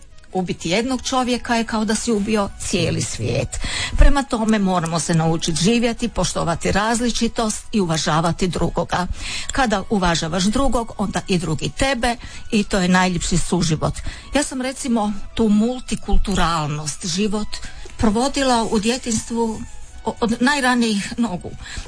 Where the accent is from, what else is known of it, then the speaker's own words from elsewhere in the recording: Rijeka, Primorje-Gorski Kotar County, Croatia; Nekako sam u svojoj mladosti, kada sam rođena u Rijeci, odrastala, nisam imala priliku osim u obitelji spoznati vjeru.